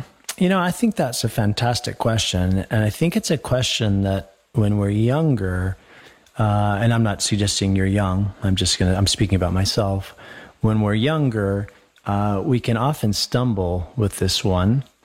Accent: Colorado, United States; We grew up in Colorado, and he was a schoolmate when I was at the seminary.

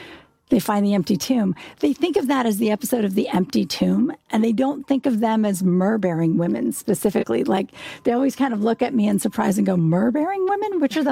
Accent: United States; we're American people.

